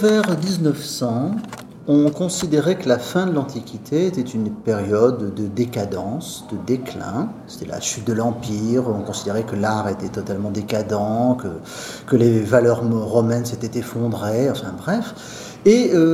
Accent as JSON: {"language": "French", "country": "France", "said": "je viens de France."}